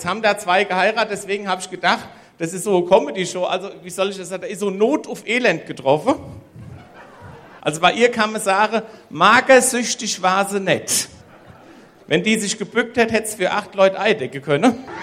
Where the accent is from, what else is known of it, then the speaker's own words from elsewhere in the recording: Hesse, Germany; Wir haben ja noch Hausgeburte bei uns in Oberhessen. Ich komme jetzt wirklich auch aus Oberhessen. Da kennt man das noch.